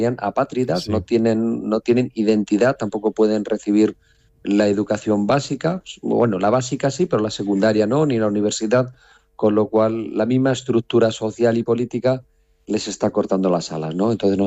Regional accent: Herencia, Castilla-La Mancha, Spain; moved away as an adult; now in Las Caobas, Dominican Republic; somos precisamente dos manchegos que estamos allá, el padre José de Villarrubia de los Ojos y yo de Herencia, y desde el 2009 estamos en esa parroquia

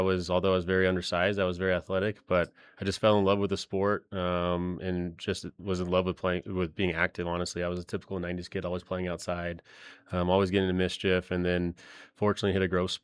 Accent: Las Vegas, Nevada, United States; I grew up in Las Vegas. I was the youngest of three siblings

